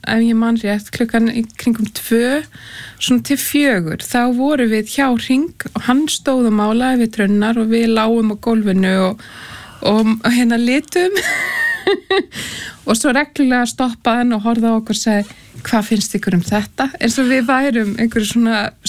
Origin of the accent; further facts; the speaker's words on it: Hagi, Northeastern Region, Iceland; Já, ég úr Haga í aðdal